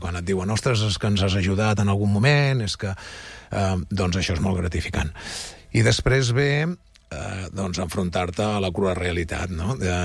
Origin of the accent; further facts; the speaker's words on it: Mataró, Catalonia, Spain; nosaltres som de Mataró